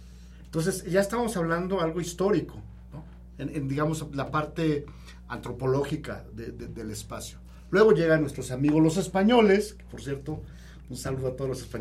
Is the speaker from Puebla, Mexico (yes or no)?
yes; Xochimilco, Puebla, Mexico; Soy originario de Xochimilco, Puebla.